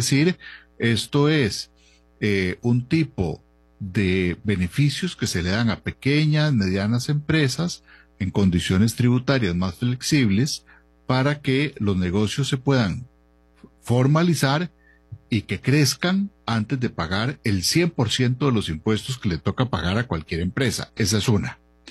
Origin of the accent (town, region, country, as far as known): Costa Rica